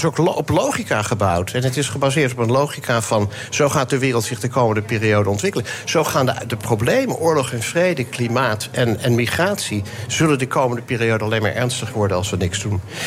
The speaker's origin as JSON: {"language": "Dutch", "country": "Netherlands", "tie": "born there", "said": "En het dorpje waar ik geboren ben in Bussen bestaat ook nog steeds."}